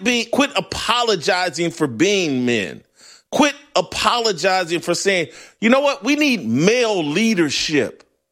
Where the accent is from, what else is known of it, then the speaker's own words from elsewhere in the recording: Indianapolis, Indiana, United States; my hometown of Indianapolis.